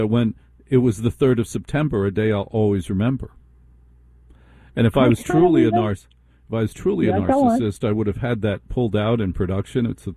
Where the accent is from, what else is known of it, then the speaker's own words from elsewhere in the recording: Newark, New Jersey, United States; born there; So my grandfather, my father's father, was born in Malibu, and I was born in Newark.